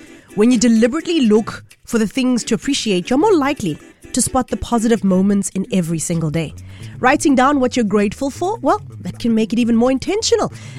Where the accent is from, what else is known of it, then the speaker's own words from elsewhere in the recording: Johannesburg, Gauteng, South Africa; I often say we come from Joburg, so you have the dry season, you have the rainy season, all that.